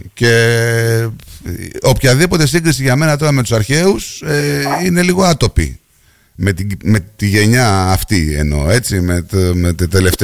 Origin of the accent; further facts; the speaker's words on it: Greece; εμείς σαν Έλληνες